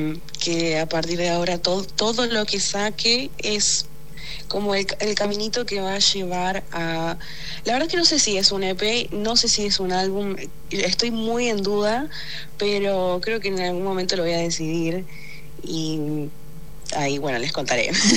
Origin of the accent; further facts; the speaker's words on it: Corrientes, Argentina; Existe Corrientes, soy de Corrientes, aunque no se me note en el acento. Pero no, estoy orgullosa de ser correntina, la verdad.